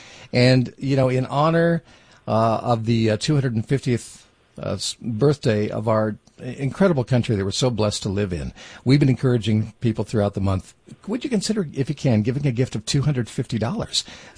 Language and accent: English; Detroit, Michigan, United States; I grew up in the Detroit area as well.